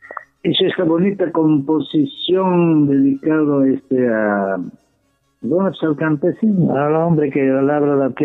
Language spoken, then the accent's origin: Spanish; Peru; first language Quechua; Spanish is a second language